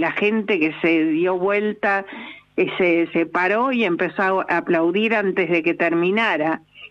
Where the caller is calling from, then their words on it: Acassuso, Buenos Aires Province, Argentina; de Acasuso.